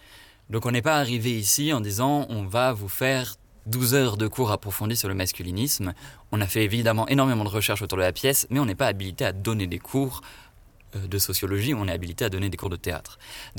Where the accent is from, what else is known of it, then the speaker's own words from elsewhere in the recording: Nouvelle-Aquitaine, France; Moi, je viens de Charente-Maritime, une ville un peu plus grande qu'Aubenas, mais enfin c'est comparable.